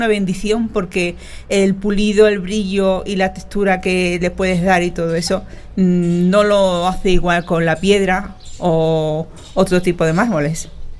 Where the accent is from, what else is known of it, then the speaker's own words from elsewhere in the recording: San Fernando, Andalusia, Spain; moved away as an adult; now in Macael, Spain; yo, como sabéis, soy de San Fernando